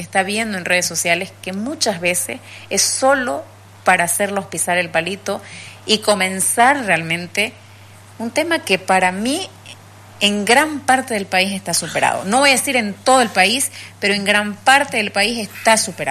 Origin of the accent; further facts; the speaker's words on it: Bolivia; somos bolivianos.